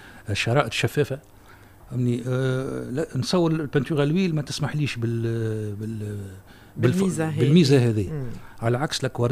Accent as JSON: {"language": "Arabic", "country": "Tunisia", "said": "عندنا في تونس"}